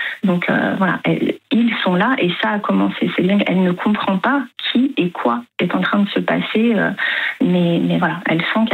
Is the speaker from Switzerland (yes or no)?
no; France; also born or lived in Sarajevo; Moi, j'ai grandi en France, j'ai fait mes études en France. Enfin, je me considère vraiment française parce que c'est mon parent adoptif, la France.